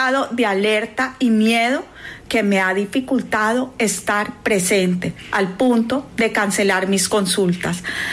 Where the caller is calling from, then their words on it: Pereira, Risaralda, Colombia; psicóloga y coach espiritual. Vivo en Pereira y experimenté aquí el terremoto.